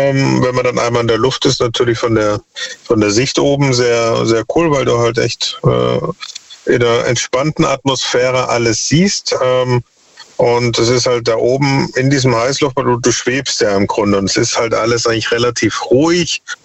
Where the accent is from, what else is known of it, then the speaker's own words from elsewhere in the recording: Baden-Württemberg, Germany; In der Nähe Stuttgart.